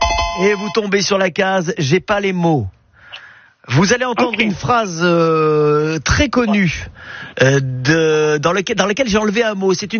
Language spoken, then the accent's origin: French; Menton, Provence-Alpes-Côte d'Azur, France; je suis un Mentonais